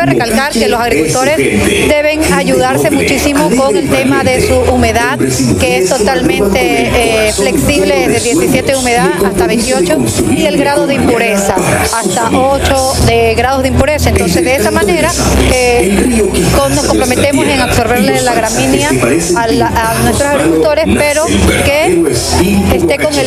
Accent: Mocache, Los Ríos, Ecuador; born there; orgullosa de pertenecer a esta tierra Montú

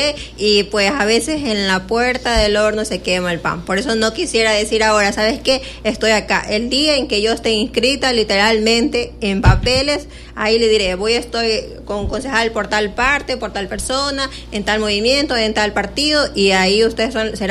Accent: Quevedo, Los Ríos, Ecuador; mis quevedeños

